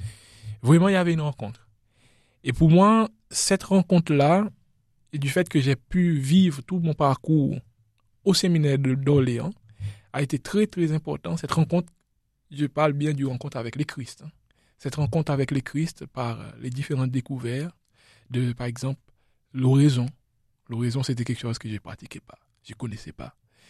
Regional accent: La Digue, Seychelles; je viens des Seychelles, les îles Seychelles. J'ai grandi aux Seychelles dans une île qui s'appelle la Digue, à savoir que nous avons 115 îles aux Seychelles.

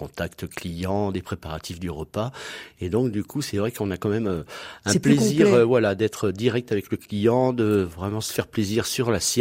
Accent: Auvergne-Rhône-Alpes, France; moved away as an adult; also born or lived in Paris; now in Clermont-Ferrand, France

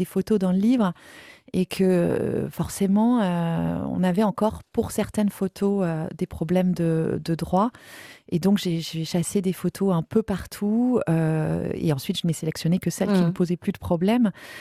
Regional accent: Aix-en-Provence, Provence-Alpes-Côte d'Azur, France; Donc je suis provençale, je suis aixoise, ma famille est très marseillaise dans ses racines.

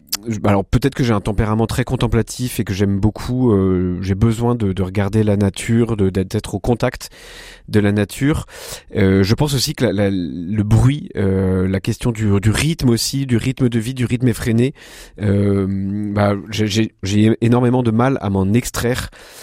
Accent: Versailles, Île-de-France, France; moved away as an adult; je suis originaire de Versailles, donc j'ai toujours vécu en région parisienne

